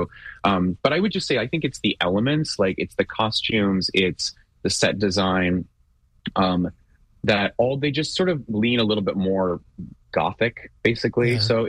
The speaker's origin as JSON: {"language": "English", "town": "Houston", "region": "Texas", "country": "United States", "tie": "born or raised there", "said": "I grew up in Houston, and when I was younger and kind of first starting out in Houston, there were so many summer shows and activities"}